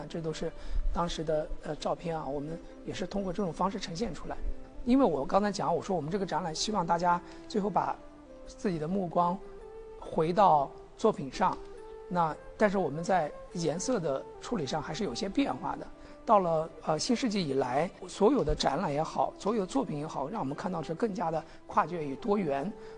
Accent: Shenzhen, Guangdong, China; 我们深圳人

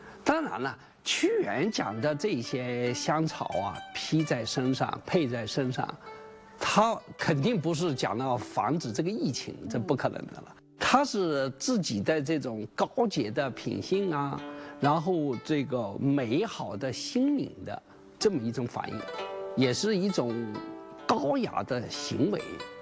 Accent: China; 这是我们中国人的一种智慧

